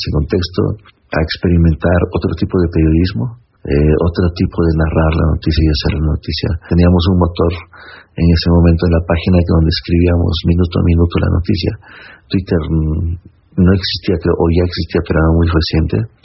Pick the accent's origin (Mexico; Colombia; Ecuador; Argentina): Mexico; Oaxaca; soy zapoteco de la Sierra Norte de Oaxaca